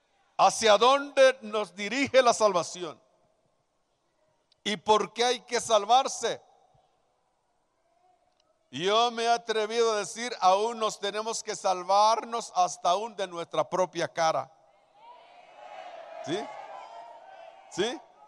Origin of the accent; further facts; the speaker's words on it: Mexico